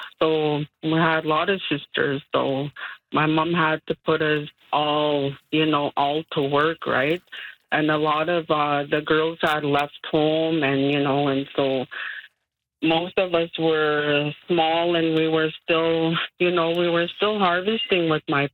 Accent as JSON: {"language": "English", "town": "Goodfish Lake", "region": "Alberta", "country": "Canada", "tie": "born or raised there", "said": "well, I'm originally from Goodfish Lake, Alberta."}